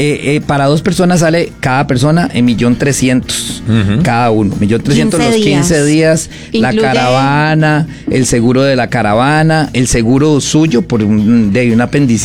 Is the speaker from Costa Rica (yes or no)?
yes; Costa Rica; en pelota como ticos todavía más